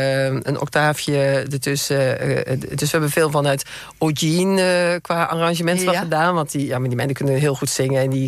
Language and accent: Dutch; Angerlo, Gelderland, Netherlands; Nee, ik kom uit Angerlo, bij Doesburg.